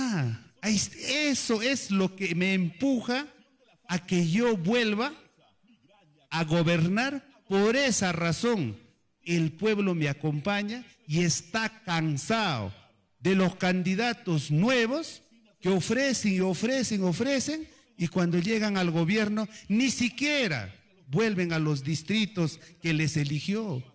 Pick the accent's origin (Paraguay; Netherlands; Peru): Peru; Fitzcarrald Province, Ancash; los hijos fitzcarralinos queremos el desarrollo de esta hermosa provincia.